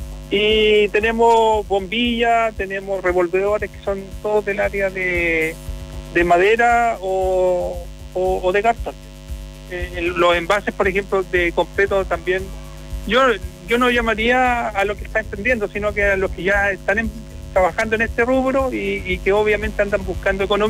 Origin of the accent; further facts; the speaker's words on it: Curanilahue, Biobío, Chile; moved away; la verdad es que yo me fui de Curanilagüe hace 30 años con la expectativa de buscar intenciones en otros lugares y efectivamente me resultó. Y después de un tiempo he decidido volver a mi comuna, en la cual yo siempre me he sentido parte